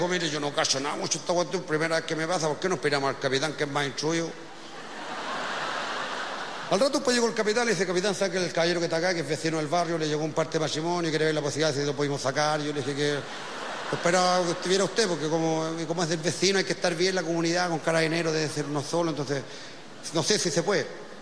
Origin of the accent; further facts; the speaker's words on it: Purén, Araucanía, Chile; moved away; mi infancia en Purén, disfrutando del verano en ese río, el río de Purén